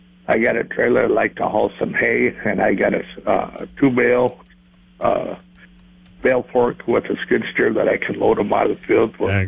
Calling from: Mitchell, South Dakota, United States; I'm from Mitchell, South Dakota.

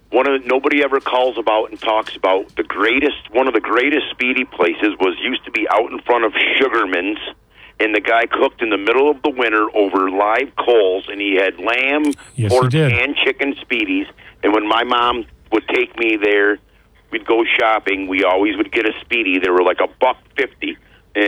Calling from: Conklin, New York, United States; from Conklin.

